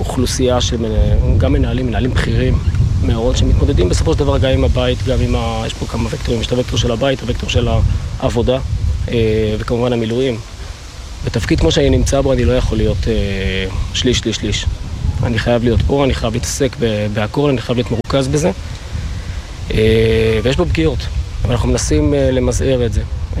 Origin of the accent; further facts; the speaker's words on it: Northern District, Israel; אז אנחנו החטיבה שלנו היא חטיבה כמובן של רמת הגולן, שם גדלנו, שם תמיד היינו, התחלנו שם בשביעי באוקטובר.